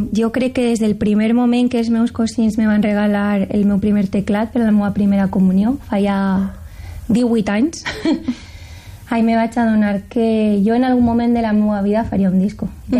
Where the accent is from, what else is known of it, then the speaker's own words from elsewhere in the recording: Paiporta, Valencian Community, Spain; en el meu poble, en Paiporta